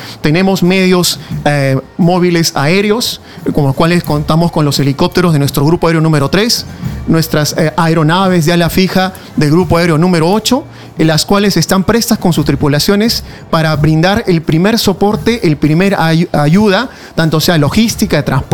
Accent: Peru; como peruano, no solo como militar, sino como peruano

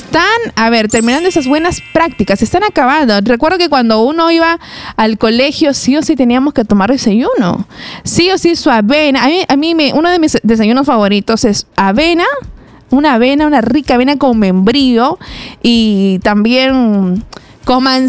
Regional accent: Peru

